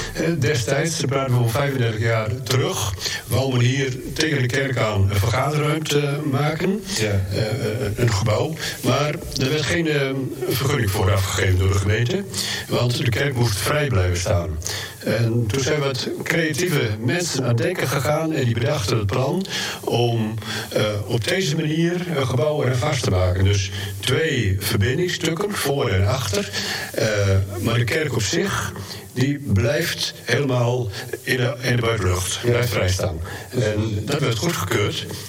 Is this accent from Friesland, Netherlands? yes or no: yes; Friesland, Netherlands; Ja, maar ik ben Fries, hè, dus dat is heel moeilijk.